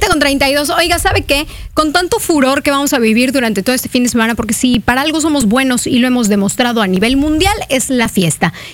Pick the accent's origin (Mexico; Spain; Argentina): Mexico; Los mexicanos somos los que más jerseys hemos comprado